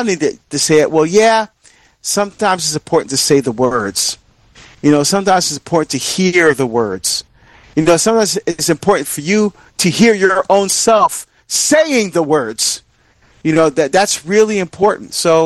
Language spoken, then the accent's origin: English; Barbados; Please keep us in your prayers as we travel together to my home country of Barbados.